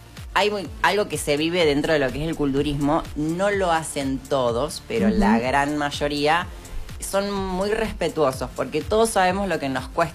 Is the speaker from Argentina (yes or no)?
yes; Argentina; porque fui la única argentina que fue.